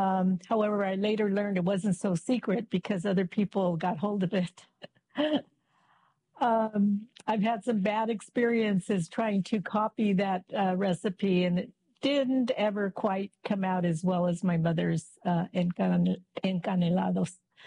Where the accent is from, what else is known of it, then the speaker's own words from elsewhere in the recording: Oxnard, California, United States; I am a lifelong resident of Ventura County. I was born in 1954 in Oxnard, California. That was my first home, the home that I will always remember as a child.